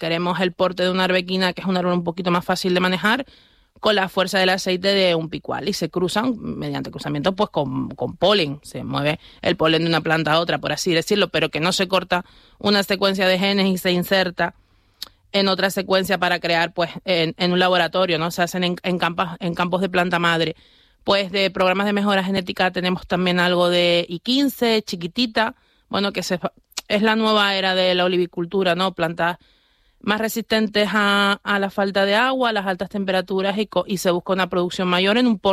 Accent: Güímar, Canary Islands, Spain; Yo, por ejemplo, soy de Güímar

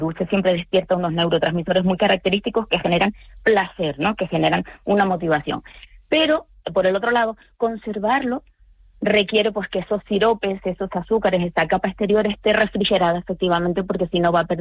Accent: Canary Islands, Spain; como buena canaria, cualquier producto que venga de nuestras islas es bienvenido a dos manos.

